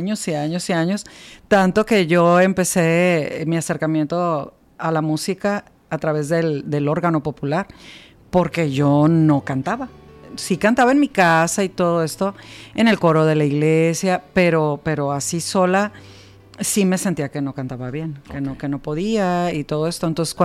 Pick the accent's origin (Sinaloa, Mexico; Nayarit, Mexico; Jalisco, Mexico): Sinaloa, Mexico; Culiacán; en mi tierra, aquí en Culiacán